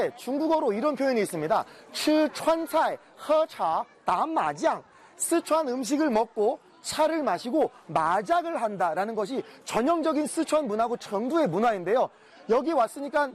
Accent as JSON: {"language": "Chinese", "country": "South Korea", "second_language": "Chinese", "said": "大叔，麻烦问一下，我是来自韩国的游客，"}